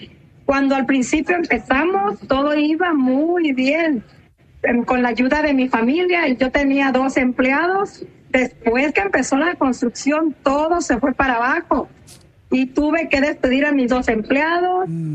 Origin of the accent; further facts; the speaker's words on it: Nayarit, Mexico; now in United States; Yo soy de Nayarit.